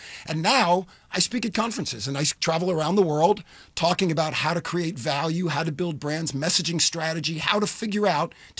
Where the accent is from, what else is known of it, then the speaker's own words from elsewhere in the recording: Miami Beach, Florida, United States; I grew up on Miami Beach.